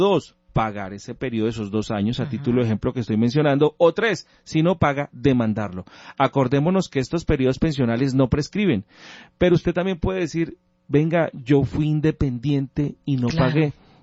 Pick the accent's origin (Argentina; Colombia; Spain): Colombia